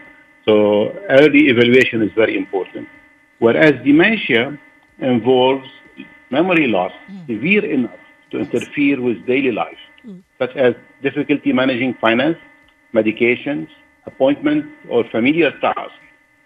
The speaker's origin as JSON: {"language": "English", "country": "Lebanon", "also_born_or_lived": "Arizona, United States", "moved": "yes", "lives_now": "Kuwait", "said": "Well, I'm from Lebanon."}